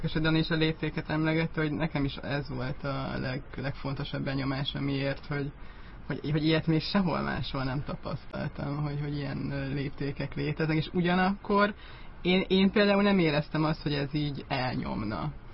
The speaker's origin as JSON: {"language": "Hungarian", "region": "Budapest", "country": "Hungary", "said": "én mondjuk budapesti vagyok"}